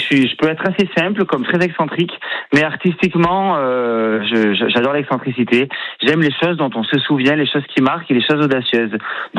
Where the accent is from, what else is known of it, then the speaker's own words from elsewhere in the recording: Occitanie, France; also born or lived in Cantal; Alors moi je viens pas très loin. Moi je suis de Lozère. Je suis né dans le Cantal. On fait partie voilà du Massif Central.